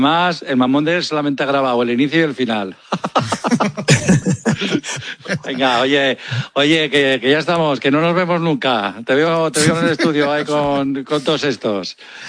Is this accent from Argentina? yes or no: no; Bilbao, Basque Country, Spain; Entonces, sabéis que soy de Bilbao